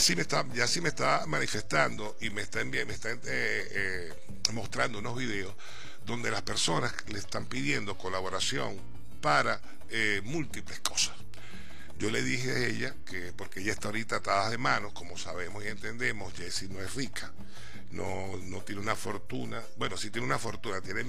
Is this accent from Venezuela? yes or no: yes; Maracaibo, Zulia, Venezuela; now in Guayana, Venezuela; ustedes saben que soy maracucho